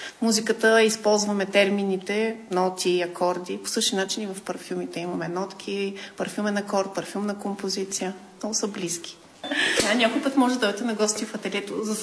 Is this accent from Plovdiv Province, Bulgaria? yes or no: no; Plachkovtsi, Gabrovo Province, Bulgaria; и като им казвам, че съм от Плачковци